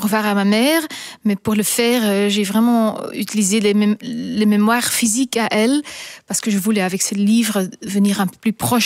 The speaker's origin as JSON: {"language": "French", "region": "Flanders", "country": "Belgium", "second_language": "French", "lives_now": "Brussels, Belgium", "said": "Oui, je viens de Campine. Peut-être on peut entendre ça encore dans mon dialecte. Mais maintenant, j'habite depuis Bruxelles. 20 ans à Bruxelles."}